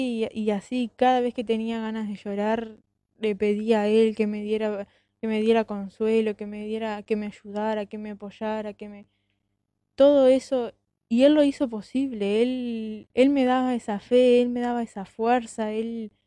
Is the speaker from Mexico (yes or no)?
no; Parque del Plata, Canelones, Uruguay; él se llama Baltasar Moreira. Nosotros venimos de Parque del Plata, de Canelon